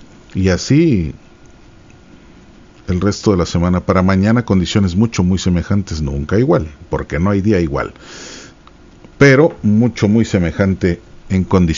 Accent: Ciudad Victoria, Tamaulipas, Mexico; soy de Victoria

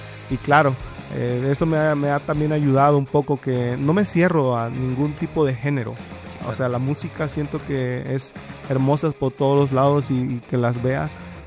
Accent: Pinotepa Nacional, Oaxaca, Mexico; yo nací en la costa de Oaxaca, soy oaxaqueño, nací en la costa, soy de Pinotepa Nacional. Muy pequeño estuve rodeado de mucha música, como es la cultura en Oaxaca

